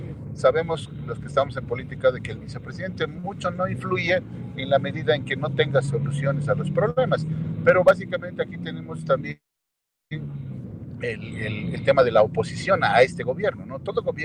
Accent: Bolivia; los que estamos pagando los platos somos los bolivianos

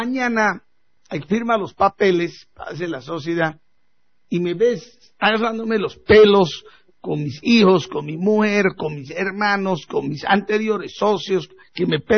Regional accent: Bolivia

